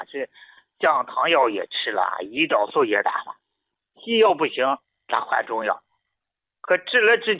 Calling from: Xi'an, Shaanxi, China; 哎，我是西安的。

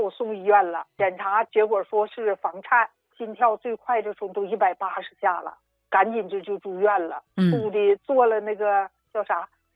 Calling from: Heilongjiang, China; 我是黑龙江的老朋友。

